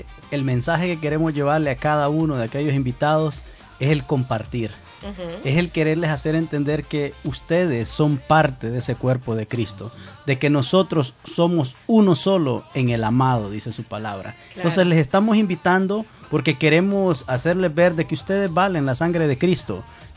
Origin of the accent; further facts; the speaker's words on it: Las Vegas, Santa Bárbara, Honduras; De Santa Bárbara y un pueblo que se llama Las Vegas. No Las Vegas, Nevada, Las Vegas el Mochito.